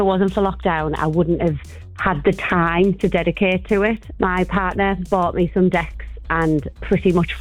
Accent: Hartlepool, North East England, United Kingdom; I'm from Hartlepool in the Northeast

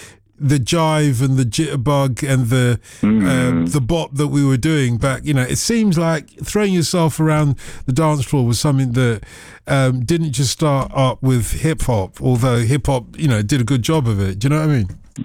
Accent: London, United Kingdom; a black guy growing up on Broadwater Farm in London, being a teddy boy

